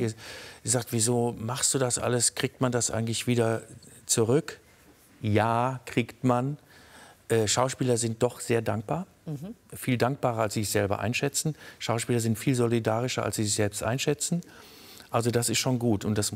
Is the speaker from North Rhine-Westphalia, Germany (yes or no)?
yes; North Rhine-Westphalia, Germany; ich komme aus dem Ruhrgebiet, und ich habe damals die Umrisse der Sonne nicht gesehen und auch keinen Sternenhimmel, kannte ich nicht.